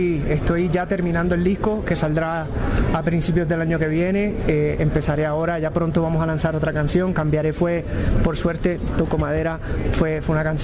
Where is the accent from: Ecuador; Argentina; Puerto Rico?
Puerto Rico; now in United States; llevo muchos años viviendo en los Estados Unidos. Entonces, como que me conecté mucho con el fútbol americano. Como puertorriqueño, me crié jugando béisbol.